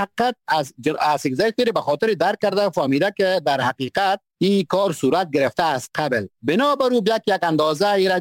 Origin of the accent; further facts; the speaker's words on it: Afghanistan; ما افغان هستیم از افغانیت خود از کشور خود دفاع بکنیم.